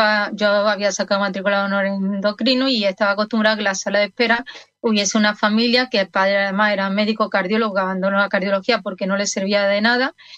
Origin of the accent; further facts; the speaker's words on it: Seville, Andalusia, Spain; yo soy de origen sevillano.